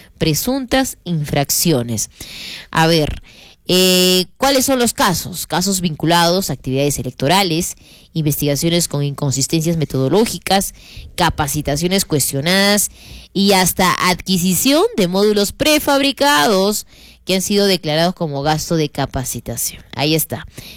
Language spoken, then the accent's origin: Spanish; Arequipa, Peru